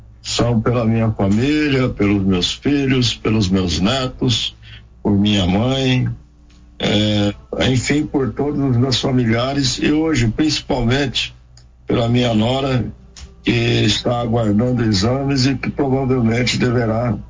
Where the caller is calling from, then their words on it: Promissão, São Paulo, Brazil; Eu falo de Promissão aqui no noroeste do estado de São Paulo. Fica entre Lins e Araçatuba.